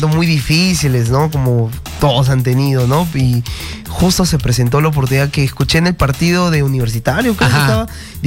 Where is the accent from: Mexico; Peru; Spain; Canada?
Peru; Callao; soy del Callao, pero no tanto.